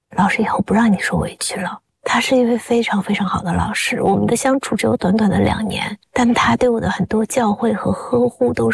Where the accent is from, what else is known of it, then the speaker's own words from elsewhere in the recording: Shandong, China; accent: Jiaodong; 大家以后听到我们说英语就都知道我们是胶东人